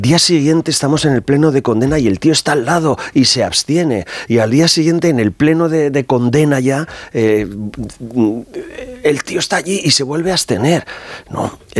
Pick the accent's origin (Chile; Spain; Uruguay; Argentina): Spain; Irun, Basque Country; Yo soy de Irún, soy del 67, la misma edad que Miguel Ángel, mi vida ha sido atravesada por la violencia, la presencia de ETA, ¿no?